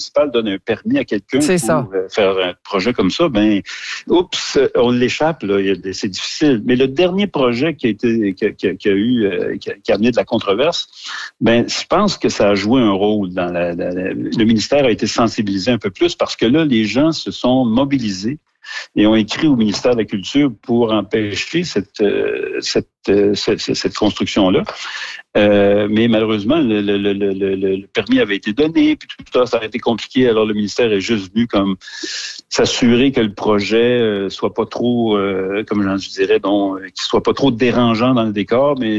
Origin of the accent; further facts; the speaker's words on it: Terrebonne, Quebec, Canada; moi, j'ai vécu dans le Vieux-Terrebonne. Je suis né dans le Vieux-Terrebonne. Mes parents avaient des commerces dans le Vieux-Terrebonne.